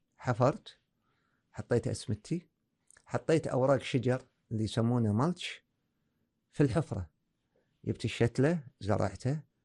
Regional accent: Kuwait; عندنا في الكويت،

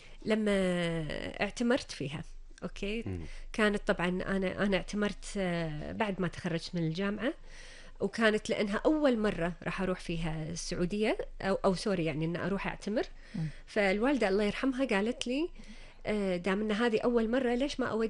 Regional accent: Kuwait

